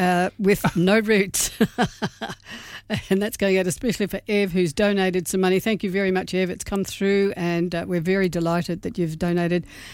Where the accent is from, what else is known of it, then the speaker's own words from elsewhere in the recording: Melbourne, Victoria, Australia; moved away; my hometown Melbourne